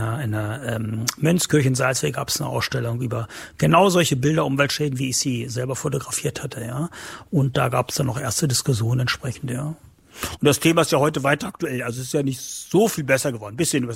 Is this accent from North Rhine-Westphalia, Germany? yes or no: no; Wieblitz, Saxony-Anhalt, Germany; born or raised there